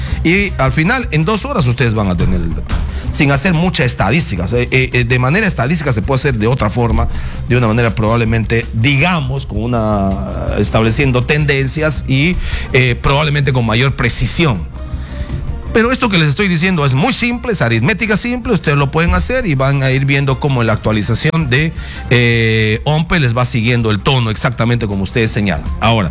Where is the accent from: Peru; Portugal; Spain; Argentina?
Peru; Loreto; Loreto es interesante, ¿sabes por qué? Bueno, primero porque es mi tierra.